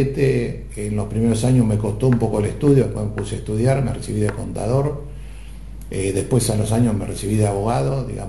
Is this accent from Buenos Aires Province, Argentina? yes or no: yes; General Villegas, Buenos Aires Province, Argentina; moved away; Yo me acuerdo de chico en Villegas de escuchar las radios zonales